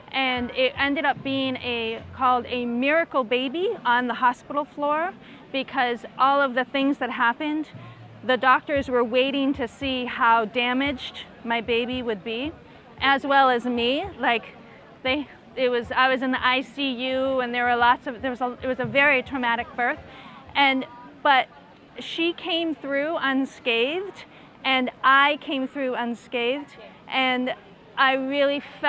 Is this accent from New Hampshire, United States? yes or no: yes; Concord, New Hampshire, United States; I'm from Concord, New Hampshire.